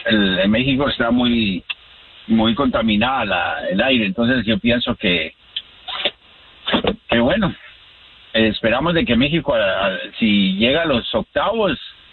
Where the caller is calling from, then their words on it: Colombia; Soy colombiano, pero arriba